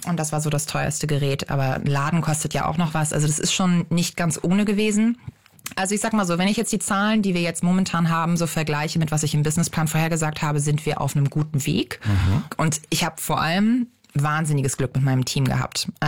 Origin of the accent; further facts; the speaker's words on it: Northern Germany, Germany; now in Berlin, Germany; Also ich komme jetzt nur aus dem Norden